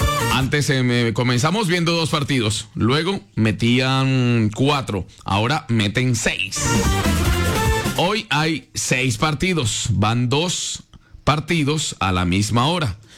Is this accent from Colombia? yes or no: yes; Llanos, Colombia; Llanero, sí, soy llanero.